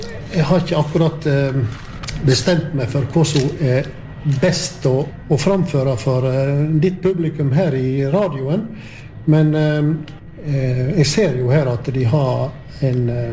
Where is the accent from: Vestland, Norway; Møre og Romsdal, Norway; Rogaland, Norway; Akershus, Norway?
Vestland, Norway; Gaupne; jeg kommer jo ifra Gaupne